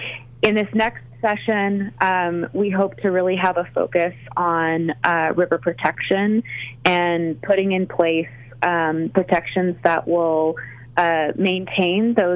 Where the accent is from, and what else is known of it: El Paso, United States; born or raised there